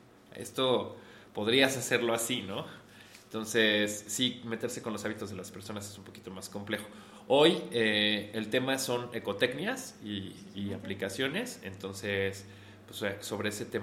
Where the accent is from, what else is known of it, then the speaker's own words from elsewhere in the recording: Tlaxcalancingo, Puebla, Mexico; also born or lived in San Andrés Cholula; Yo crecí aquí, en Tlaxcalancingo.